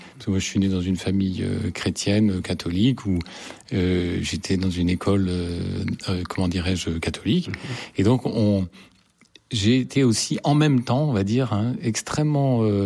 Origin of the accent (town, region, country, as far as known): Paris, Île-de-France, France; born there